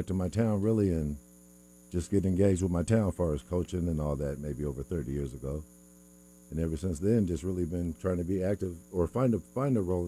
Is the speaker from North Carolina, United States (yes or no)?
no; Seattle, Washington, United States; I grew up in Seattle, south end of Seattle, for most of my life.